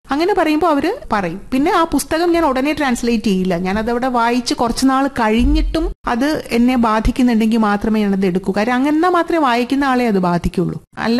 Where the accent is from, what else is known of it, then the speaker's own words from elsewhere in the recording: Kerala, India; ജപ്പാൻകാരിയല്ല, ജപ്പാനിൽ പോയിട്ടില്ല. അപ്പൊ ഞാൻ എത്ര ഇനി അങ്ങനെ ശ്രമിച്ചിട്ടും കാര്യമില്ല. അതുകൊണ്ട് ഞാനൊരു മലയാളി സ്വത്വത്ത് നിന്നുകൊണ്ട്